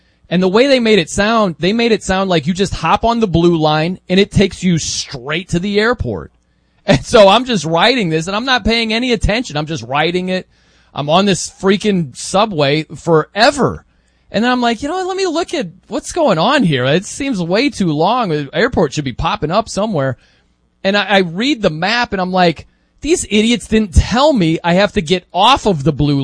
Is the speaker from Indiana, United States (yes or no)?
yes; Indiana, United States; I'm from Indiana and I was working in New York at the time.